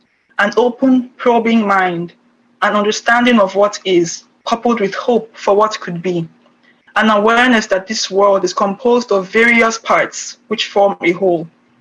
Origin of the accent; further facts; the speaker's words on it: Nigeria; accent: Nigerian; moved away; First, it was my accent, because I, when I came, I think I still have a very thick Nigerian accent. I don't think there's a Nigerian accent, but like a particular tribe, because I'm Igbo.